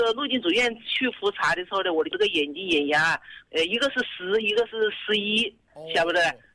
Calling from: Wuhan, Hubei, China; 在桥口，在，因为我的孩子们等于说在军校里面，在军院里面，在我等于说在跟他们带小孩。

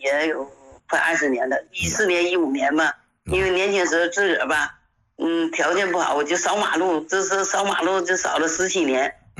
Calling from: Fushun, Liaoning, China; 我是来自辽宁抚顺的。

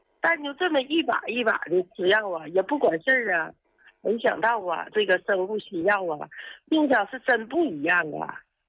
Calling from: Fushun, Liaoning, China; 我是辽宁抚顺的，今年66岁的。

